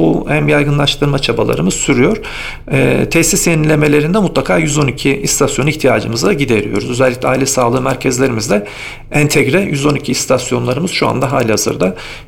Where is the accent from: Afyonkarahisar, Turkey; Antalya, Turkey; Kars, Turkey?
Afyonkarahisar, Turkey; also born or lived in Ankara; Bunu sadece bir Afyonkarahisarlı olarak ben söylemiyorum. Hemşehrilerim biliyorlardır herhalde, uzun dönem Ankara'da da merkezi idarelerde görev yaptığımızdan